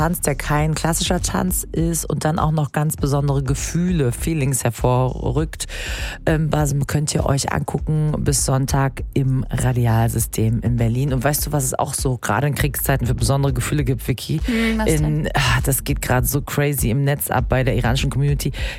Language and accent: German; Iran